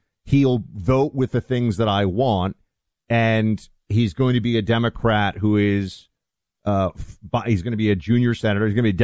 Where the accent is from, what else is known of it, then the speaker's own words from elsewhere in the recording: New York, United States; This is now I'm getting into kind of the growing up in New York.